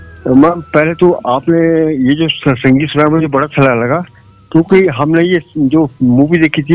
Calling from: Dharamshala, Himachal Pradesh, India; धर्मशाला से बोल रहा हूँ

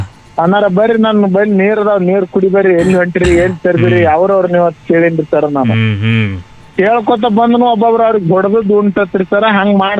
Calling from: Basavana Bagewadi, Karnataka, India; ನಮ್ದು ಭಜವಾನ್ ಬಾಗೇವಾಡಿ ತಾಲೂಕ್ ಬರ್ತೈತ್ರಿ ಸರ್.

